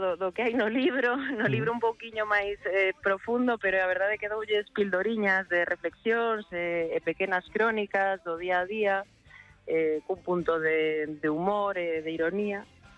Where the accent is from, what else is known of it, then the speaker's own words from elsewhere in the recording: Galicia, Spain; now in Madrid, Spain; Eu son super galega. A verdade é que aínda que vivo en Madrid, cada vez estou máis en Galicia, sempre estou cun pé na casa.